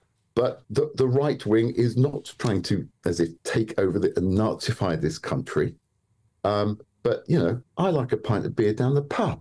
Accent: United Kingdom; I like to be British because I'm British

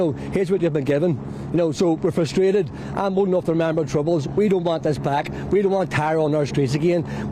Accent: Belfast, Northern Ireland, United Kingdom; I was born and reared in Ardoyne.

